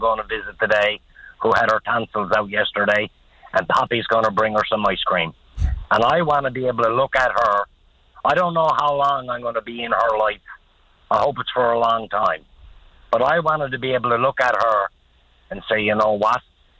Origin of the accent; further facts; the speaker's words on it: Newfoundland and Labrador, Canada; I truly hope that they have the courage today to vote by way of being a Newfoundlander.